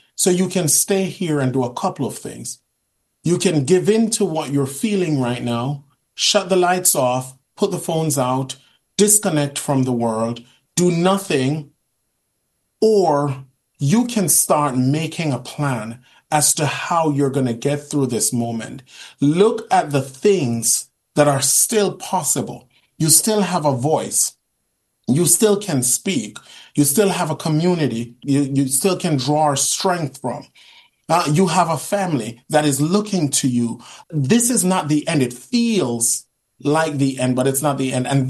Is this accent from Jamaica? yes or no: yes; Jamaica; born or raised there